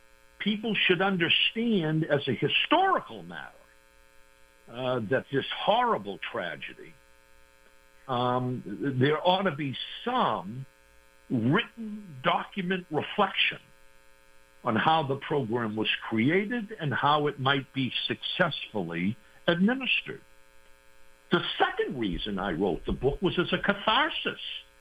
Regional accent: Massachusetts, United States; Well, as a youngster, I grew up in Massachusetts, the home of President John F. Kennedy.

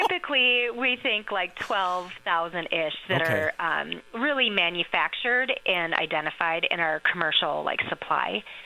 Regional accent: La Crosse, Wisconsin, United States; moved away; I grew up in La Crosse and moved back when I accepted the position at UW La Crosse, and we moved to French Island.

